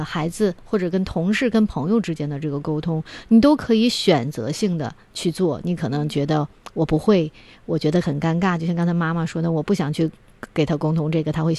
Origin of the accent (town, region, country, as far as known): China